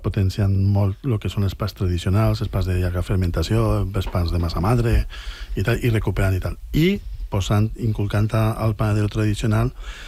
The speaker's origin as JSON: {"language": "Catalan", "town": "Oliva", "region": "Valencian Community", "country": "Spain"}